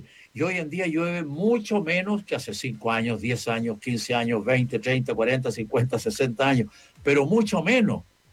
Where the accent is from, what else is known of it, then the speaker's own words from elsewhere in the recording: Chile; somos mucho más chilenos, y mucho más habitantes chilenos, ciudadanos chilenos